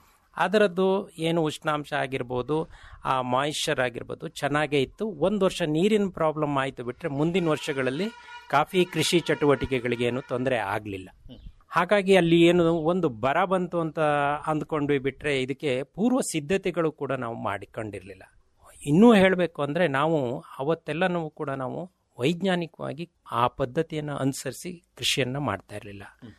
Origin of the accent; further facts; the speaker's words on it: Kanahalli, Karnataka, India; ನಮಗೆ ಇಲ್ಲಿ ಬೇಲೂರು ತಾಲೂಕು ಅರಳಿ ಹೋಬಳಿ ಕಾನಹಳ್ಳಿನಲ್ಲಿ ನಮ್ಮ ಊರು.